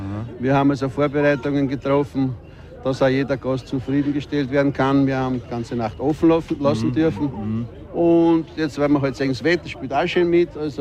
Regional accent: Austria; bei uns in Österreich

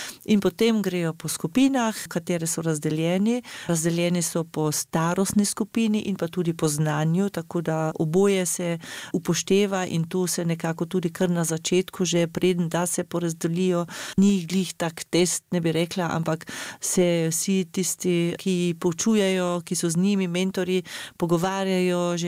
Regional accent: Carinthia, Austria; tukaj pri nas v Avstriji na Koroškem

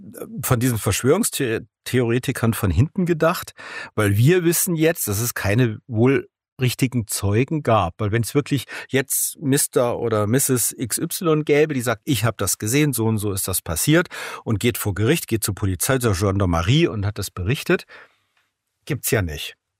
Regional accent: Rhineland, Germany; weil ich bin ja aus süddeutscher Sicht oder österreichischer Sicht ja auch ein Preis als Rheinländer.

